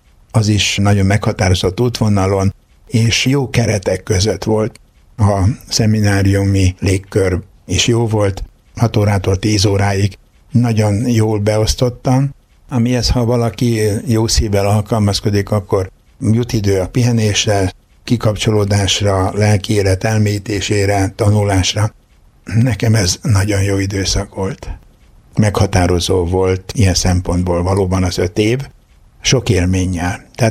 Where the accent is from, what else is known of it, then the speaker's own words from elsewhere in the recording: Rakaca, Borsod-Abaúj-Zemplén, Hungary; moved away; Annak idején szülőfalumban Rakacán